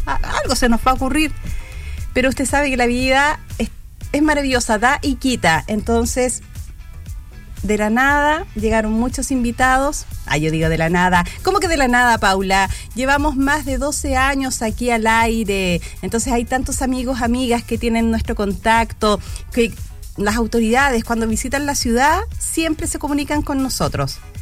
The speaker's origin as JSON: {"language": "Spanish", "country": "Chile", "said": "Yo creo que yo soy la única chilena."}